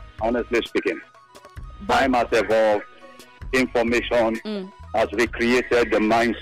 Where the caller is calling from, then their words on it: Ikobaye, Nigeria; from Ikobaye.